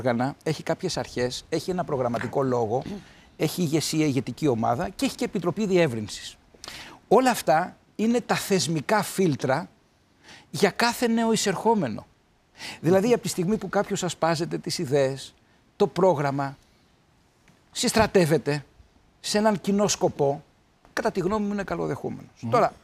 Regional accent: Kefalonia, Ionian Islands, Greece; στην ιδιαίτερη πατρίδα μου στην Κεφαλονιά

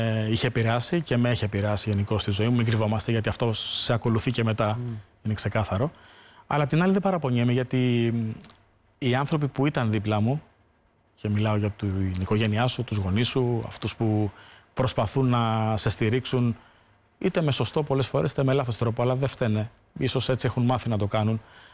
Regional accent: Tripoli, Peloponnese, Greece; now in Athens, Greece; Το να φύγω από την πόλη μου και να βρεθώ σε μια πόλη όπως είναι η Αθήνα που συχαινόμουν πραγματικά

